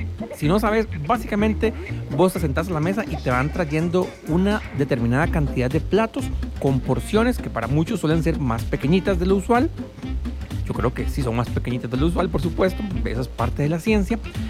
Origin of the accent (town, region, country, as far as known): Costa Rica